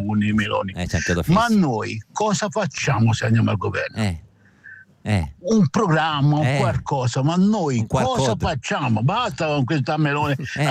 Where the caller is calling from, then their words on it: Pisa, Tuscany, Italy; io sono di Pisa come te e sono di sinistra come te